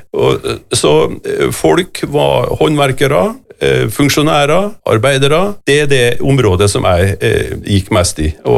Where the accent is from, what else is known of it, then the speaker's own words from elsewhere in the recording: Kristiansund, Møre og Romsdal, Norway; At vi er fra Enga?